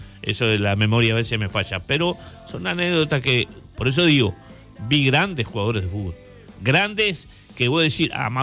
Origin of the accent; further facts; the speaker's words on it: Uruguay; nuestro país